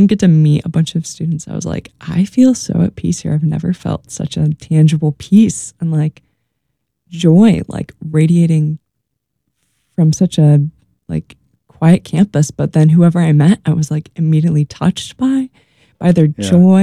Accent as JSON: {"language": "English", "region": "Illinois", "country": "United States", "tie": "born or raised there", "also_born_or_lived": "Milwaukee / Ohio", "said": "I grew up like around the Midwest. I was born in Milwaukee, but we mainly lived in Illinois, moved to Ohio, and back in Illinois for most of my life."}